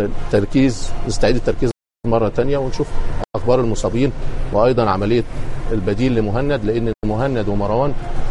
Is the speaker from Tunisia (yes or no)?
no; Egypt; إحنا عندنا في مصر